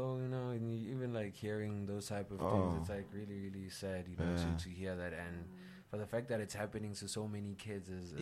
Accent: Brakpan, Gauteng, South Africa; Actually in my hometown

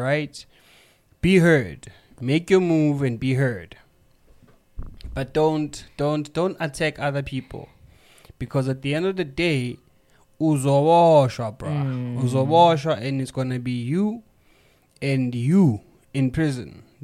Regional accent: South Africa; When I, as a South African

